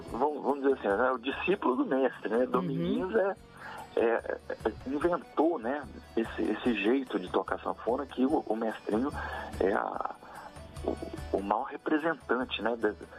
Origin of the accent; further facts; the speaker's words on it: Minas Gerais, Brazil; Eu e a Bárbara, sim, somos de Minas, né?